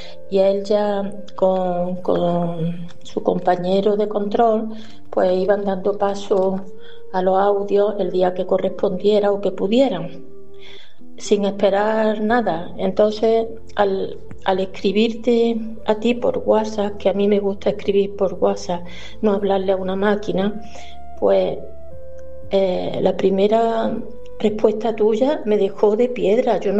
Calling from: Córdoba, Andalusia, Spain; de Córdoba.

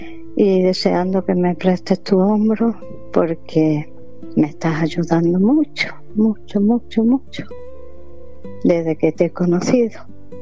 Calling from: Córdoba, Andalusia, Spain; Yo llamo de Córdoba

